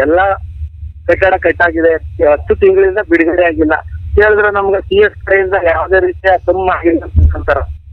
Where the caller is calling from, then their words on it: Hoovinakola, Karnataka, India; ಹೂವಿನಕೊಳದಿಂದ ಮುನನಹಳ್ಳಿ ಗ್ರಾಮ ಪಂಚಾಯತಿ ಮಾಜಿ ಉಪಾಧ್ಯಕ್ಷರು.